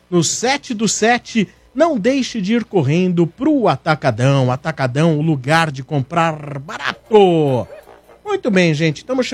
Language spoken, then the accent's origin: Portuguese; Santos, São Paulo, Brazil; born there; Mano, por isso que eu não gosto que falo que eu nasci em Santos.